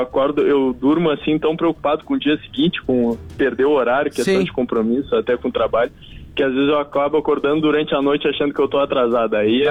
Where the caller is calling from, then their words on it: Porto Alegre, Rio Grande do Sul, Brazil; falo aqui de Porto Alegre.